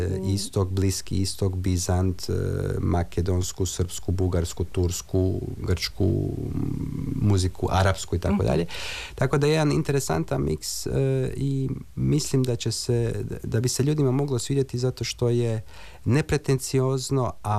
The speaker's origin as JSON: {"language": "Croatian", "town": "Zagreb", "region": "City of Zagreb", "country": "Croatia", "tie": "born or raised there", "accent": "Zagreb (purger) accent", "said": "ja imam i mađarske i srpske, ali rodom sam Zagrepčan, kao što se čuje po mojom lijepom čičeće akcentu."}